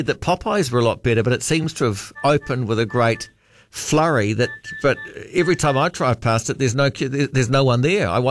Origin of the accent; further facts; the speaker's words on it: New Zealand; I have lived and travelled overseas for 14 years as a New Zealander. My country and culture have been always respected and acknowledged wherever I travelled.